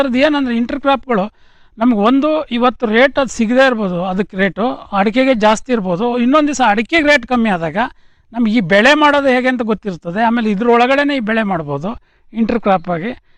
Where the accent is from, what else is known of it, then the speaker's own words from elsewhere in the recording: Mungrolli, Karnataka, India; ನಾನು ಇಲ್ಲಿ ಸಾಗರ್ ತಾಲೂಕಿನವನು, ಮುಂಗ್ರೋಳ್ಳಿ ಅಂತ.